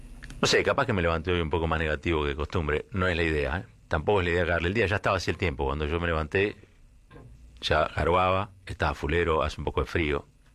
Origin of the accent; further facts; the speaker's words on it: Argentina; yo soy argentino. ¿No? Viví acá, vivo acá.